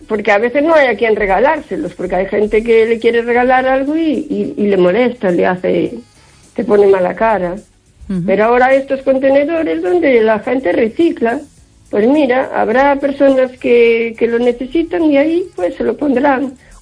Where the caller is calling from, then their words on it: Carballiño, Galicia, Spain; de Carballiño.